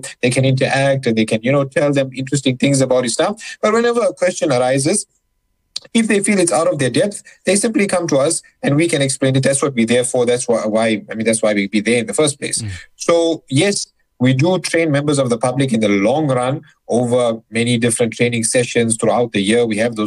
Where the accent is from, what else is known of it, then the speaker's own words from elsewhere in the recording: Durban, KwaZulu-Natal, South Africa; specifically Northcliff, so that's in Johannesburg, and I'm from Durban, but I'll be flying up on Saturday morning just for this.